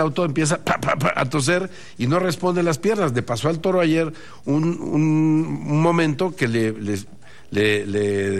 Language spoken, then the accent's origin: Spanish; Mexico